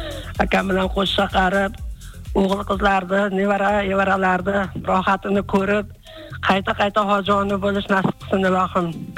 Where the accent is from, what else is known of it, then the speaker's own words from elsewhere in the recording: Guliston, Sirdaryo Region, Uzbekistan; Guliston shahardan, Sirdaryo viloyati.